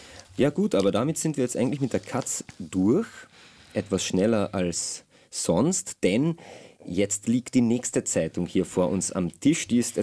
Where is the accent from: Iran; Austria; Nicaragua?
Austria; Carinthia; Und wie immer in Kärnten wird uns auch hier der Nationalsozialismus begegnen. Das sind wir Kärntner auch gewohnt.